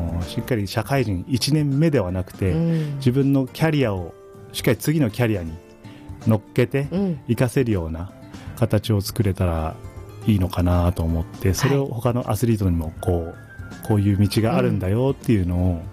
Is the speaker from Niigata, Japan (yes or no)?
no; Maebashi, Gunma, Japan; この前橋で生まれ育って、